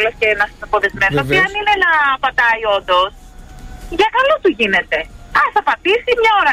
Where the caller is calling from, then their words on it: Thessaloniki, Central Macedonia, Greece; από τη Θεσσαλονίκη.